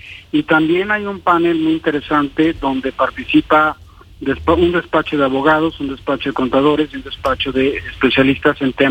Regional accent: Mexico

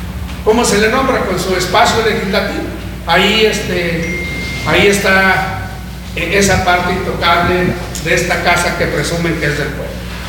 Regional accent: Zacatecas, Mexico; nosotros somos zacatecanos, somos parte del Estado y también somos mexicanos.

